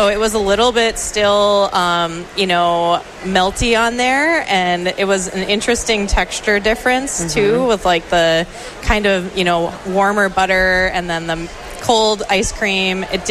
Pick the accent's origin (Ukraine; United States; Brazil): United States; Ely, Minnesota; I am from Ely, Minnesota originally, and White Iron Lake is the best.